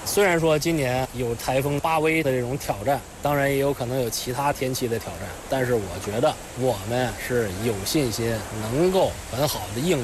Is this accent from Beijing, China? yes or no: yes; Pinggu, Beijing, China; 作为一个土生土长40年的平谷人，家乡的山，家乡的水，那都是我们赖以生存的环境，更是我们心里边对家乡的一份眷恋。